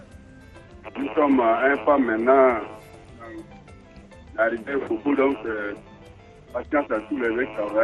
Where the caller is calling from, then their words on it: Chad; De Pikonville, par Farja.